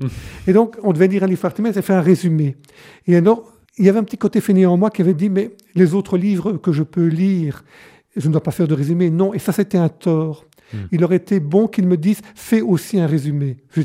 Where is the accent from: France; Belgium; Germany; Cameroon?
Belgium; Pottes, Wallonia; Alors j'ai grandi, ou je suis né plutôt à Potes, donc c'est une petite ville à quelques kilomètres de Tournai, dans le Tournaisis donc. Et mes parents étaient fermiers, paysans, comme on dit.